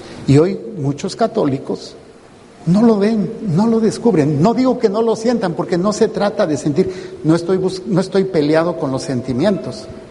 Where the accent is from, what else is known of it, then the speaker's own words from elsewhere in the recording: Mexico City, Mexico; born there; en la parroquia donde nací, en la Pasión, la Sagrada Pasión, allá en la Ciudad de México.